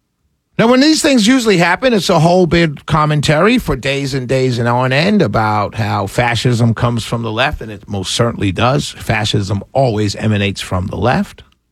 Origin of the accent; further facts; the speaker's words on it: New York, United States; moved away; And so I grew up in Harlem, New York.